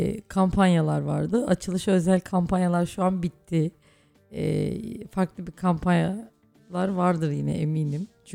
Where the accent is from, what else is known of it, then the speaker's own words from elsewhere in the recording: Düzce, Turkey; Böyle Aydınpınar Caddesi'nde oturuyorduk. Benim çocukluğum zaten hep böyle Aydınpınar Caddesi'nde geçti. Orada doğdum, büyüdüm. Hani diyor ya, Aydınpınar çocuğuyuz biz.